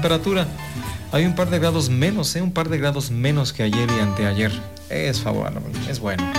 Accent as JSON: {"language": "Spanish", "region": "Jalisco", "country": "Mexico"}